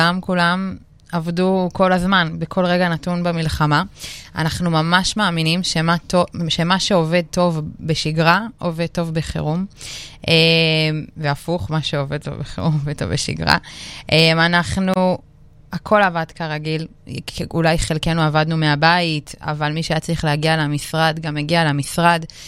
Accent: Southern District, Israel; אני ככה מהנגב

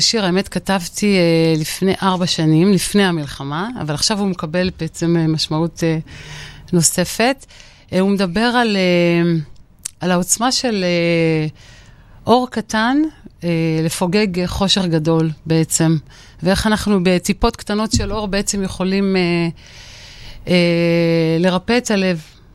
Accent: Kiryat Shmona, Northern District, Israel; now in Ra'anana, Israel; אז אני מגיעה מרעננה. היום אני ברעננה, במקור מקריית שמונה.

